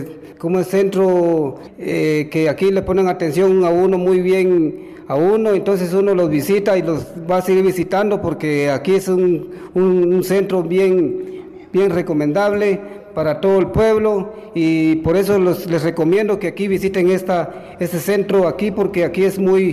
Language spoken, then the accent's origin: Spanish; Barberena, Santa Rosa, Guatemala; soy de aquí de Barberena